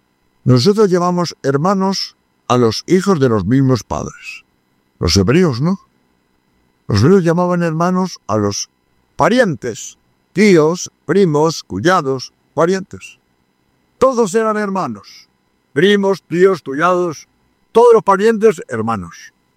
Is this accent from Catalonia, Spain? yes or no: yes; Barcelona, Catalonia, Spain; born there; moved away; Yo soy de la provincia de Andalucía y soy catalán, nací en Barcelona.